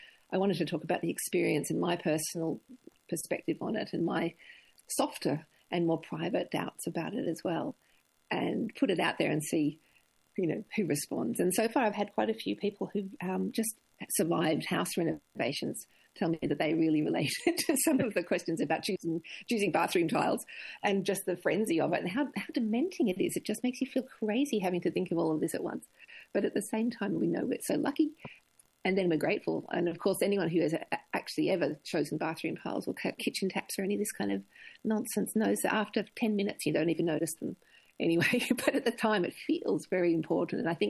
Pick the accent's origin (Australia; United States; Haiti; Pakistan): Australia; Melbourne, Victoria; moved away as an adult; now in New South Wales, Australia; I was raised in Australia in a very kind of Englishy, intellectual, in a city kind of way.